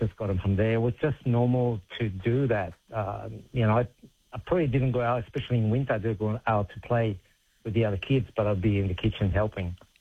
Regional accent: Sydney, New South Wales, Australia; born there; also born or lived in Europe; Well, I was born in Sydney, but my parents were from Italy, and then I moved back to Europe, and I did live over there more than 30 years.

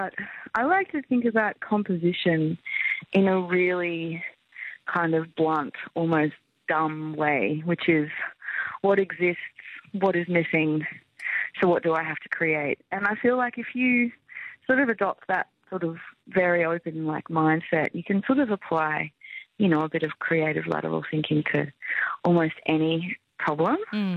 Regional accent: Queensland, Australia; I'm from Queensland, so I took the … quite seriously.

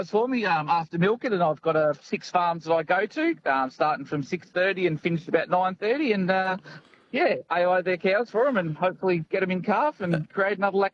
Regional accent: South Australia, Australia; I grew up in the Flinders Ranges on a sheep station up there for 15 years.

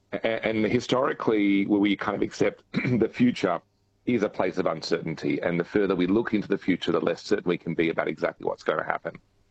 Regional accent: Perth, Western Australia, Australia; I grew up in Perth in WA

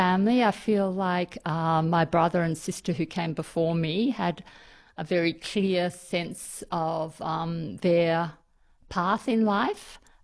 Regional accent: Katoomba, New South Wales, Australia; born there; also born or lived in Sydney; I was born in Sydney, but my family didn't live there. They lived in Katoomba. It's a small town in the Blue Mountains. So I was taken back there and spent my first 7 years in the Blue Mountains. And I regard that as my home country, if you like.

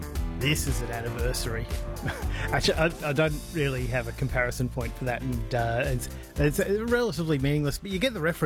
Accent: Brisbane, Queensland, Australia; I was growing up in Brisbane at the time, and that thing was sitting on the board outside the cinema in Queen Street for months and months.

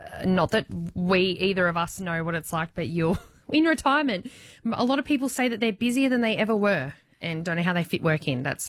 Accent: Port Macquarie, New South Wales, Australia; Our Australian hopeful James Magnusson, who actually hails from Port Macquarie, represent my hometown, was our Australian hopeful.

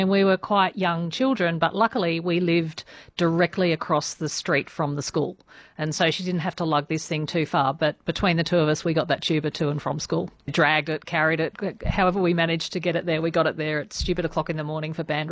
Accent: Sydney, New South Wales, Australia; So I was born in Sydney. I grew up on the northern beaches.

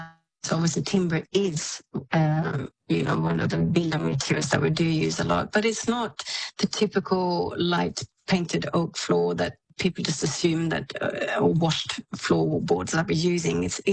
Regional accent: Sweden; And that's probably what people think first when you say I'm from Sweden. They go and jokingly say

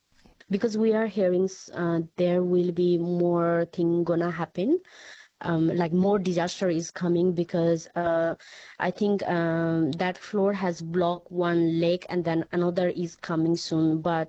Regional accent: Nuwakot, Bagmati, Nepal; And then I'm from that place because that happened in Nuakot. I came from Nuakot, and luckily my family, they all are in capital city, that's in Kathmandu.

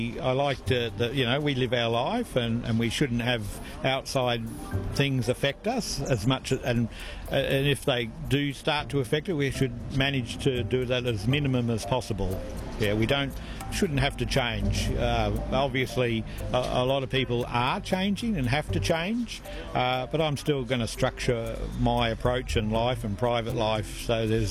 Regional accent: Toowoomba, Queensland, Australia; I'm from Toowoomba.

